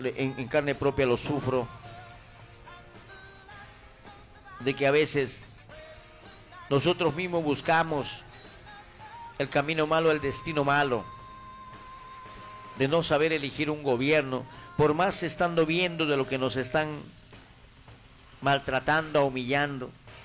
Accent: Peru; Así estamos los peruanos.

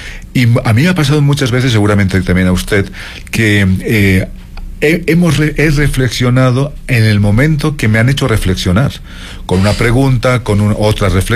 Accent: Spain; como ciudadano español o del mundo

